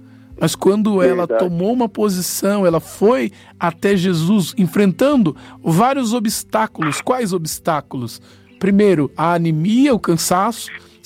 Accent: São Paulo, Brazil; Jardim das Imbuias, olha a minha terra, hein?

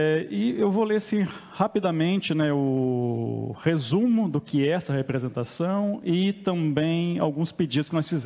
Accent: Guaratinguetá, São Paulo, Brazil; sou de Guaratinguetá, Vale do Paraíba.

